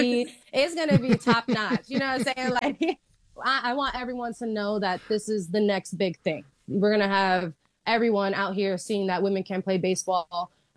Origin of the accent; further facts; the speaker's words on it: New York, United States; I'm a New Yorker born and raised here my entire life, still here.